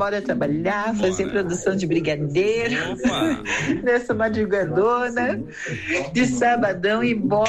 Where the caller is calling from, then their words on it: Campo Largo, Paraná, Brazil; Eu sou de Campo Largo.